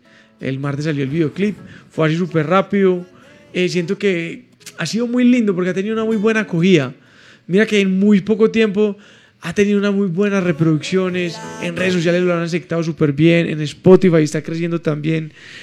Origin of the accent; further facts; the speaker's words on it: Liborina, Antioquia, Colombia; Yo soy de Liborina, sí. Allí el occidente.